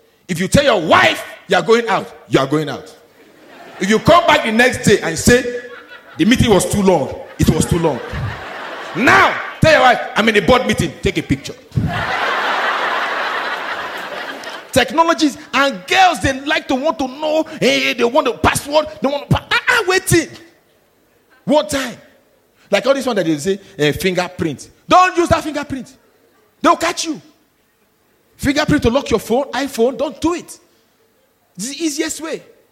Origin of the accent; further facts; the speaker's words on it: Nigeria; I'm Nigerian.